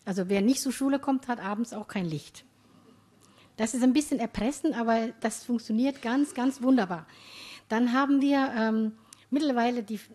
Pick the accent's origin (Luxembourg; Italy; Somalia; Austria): Somalia; Ich komme aus Somalia, aber ich kann in Somalia nicht arbeiten wegen den vielen Anschlägen und den vielen Problemen